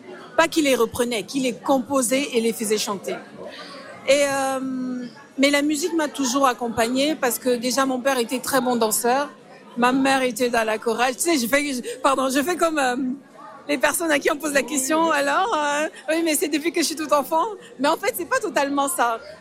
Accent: Cameroon

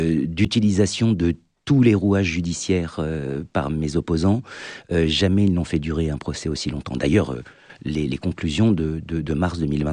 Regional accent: Saumur, Pays de la Loire, France; Je suis de Saumur et je suis né à Saumur.

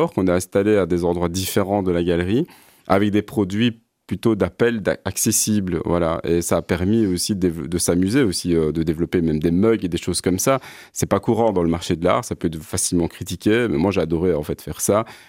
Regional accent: Liège, Wallonia, Belgium; moi je suis liégeois

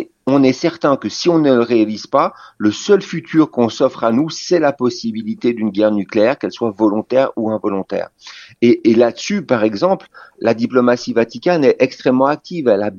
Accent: France; chez nous en France

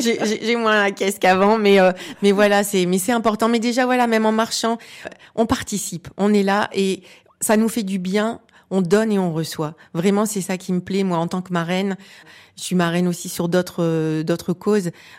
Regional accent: northern France, France; Je viens du nord de la France et à l'époque, voilà, j'ai eu un grand-père qui allait à la mine

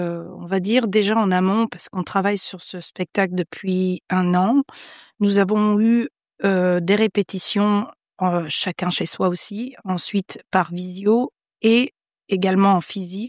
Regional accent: Grand Est, France

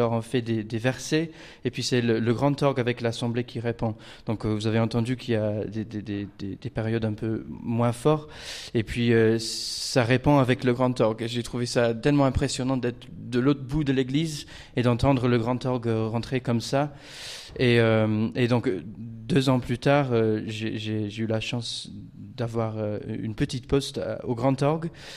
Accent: Blackburn, North West England, United Kingdom; Quand j'étais plus jeune, j'ai chanté pendant 9 ans dans ma ville natale de Blackburn.

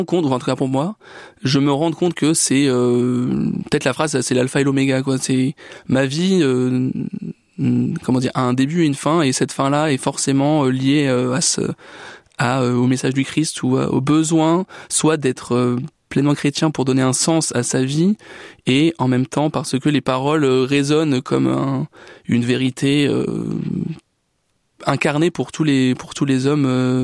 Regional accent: Paris, Île-de-France, France; moved away as an adult; now in Orléans, France; moi je suis un Parisien pur jus. Je suis né à Paris et j'y ai passé quasiment toute ma vie, justement avant de venir à Orléans.

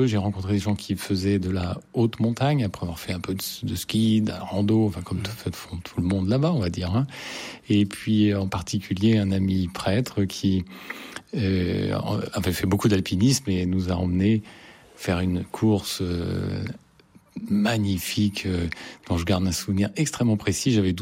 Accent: Paris, Île-de-France, France; born there; Moi, effectivement, je suis né à Paris, dans les hasards d'une vie familiale de gens de province qui sont venus chercher du travail.

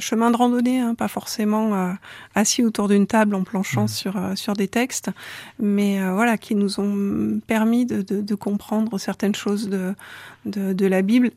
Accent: Saint-Chamond, Auvergne-Rhône-Alpes, France; Donc oui, je suis née à Saint-Chamond, donc j'ai grandi dans la paroisse protestante de Saint-Chamond, d'un papa catholique qui est devenu protestant en se mariant

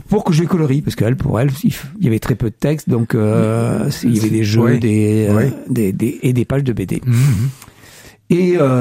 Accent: Limoges, Nouvelle-Aquitaine, France; born there; et même si je suis né à Limoges je le répète.

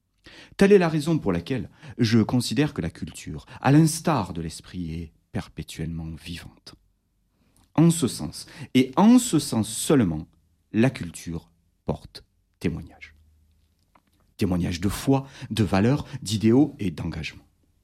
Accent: Carcassonne, Occitanie, France; also born or lived in Toulouse; now in Miramas, France; chez moi, dans l'Aude, parce que je suis carcassonnais, je suis né à Carcassonne en tout cas, j'ai vécu à Toulouse, je ne sais pas si les auditeurs entendent ou reconnaissent l'accent.

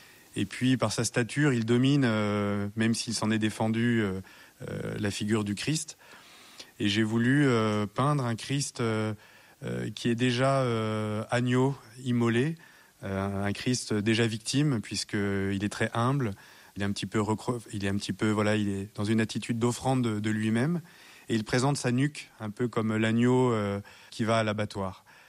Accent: Lyon, Auvergne-Rhône-Alpes, France; chez nous à Lyon.

